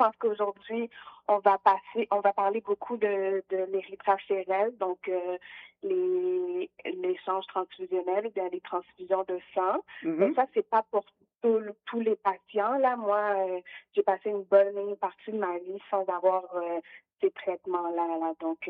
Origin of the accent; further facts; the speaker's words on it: Quebec City, Quebec, Canada; Donc, puis moi, j'étais de Québec et je venais jusqu'à Montréal pour aller à sa clinique, là.